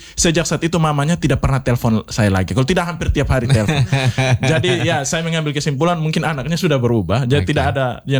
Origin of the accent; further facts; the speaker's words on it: Kupang, East Nusa Tenggara, Indonesia; kita orang Kupang